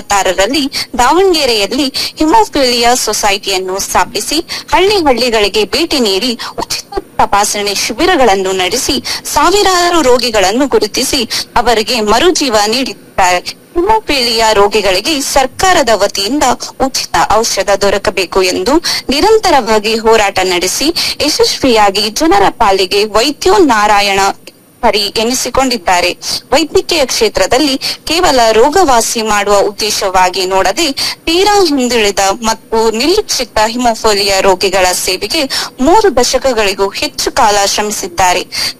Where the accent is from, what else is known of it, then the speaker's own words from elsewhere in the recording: Sirsi, Karnataka, India; ನಾನು ಸಿಸ್ಸಿಯಿಂದ ಬಂದಿದ್ದೇನೆ.